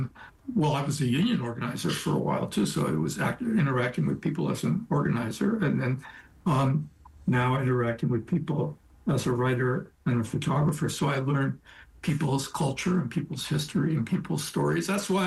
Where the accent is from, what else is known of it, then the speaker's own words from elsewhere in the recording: Oakland, California, United States; I grew up in Oakland. I didn't know anything about farm workers. I didn't know anything about Mexico or Mexicans. I didn't speak Spanish.